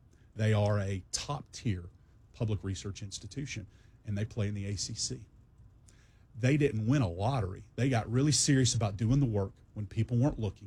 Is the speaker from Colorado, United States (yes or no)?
no; Georgia, United States; moved away as an adult; now in Memphis, United States; I grew up outside of Atlanta.